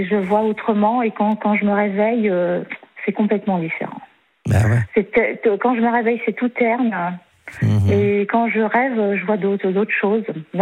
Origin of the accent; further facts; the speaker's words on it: Pays de la Loire, France; born there; je suis née dans un hôpital de campagne, je suis née en Vendée, moi.